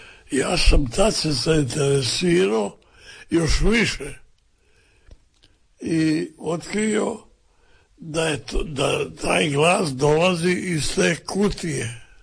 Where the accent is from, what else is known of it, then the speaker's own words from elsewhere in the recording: Premantura, Istria County, Croatia; ja sam hrvatski narodnjak, rodom iz Istre, iz Premanture.